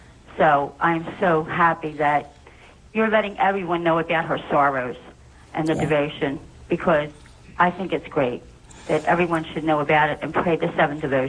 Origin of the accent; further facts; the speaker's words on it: Philadelphia, Pennsylvania, United States; I'm from Philadelphia.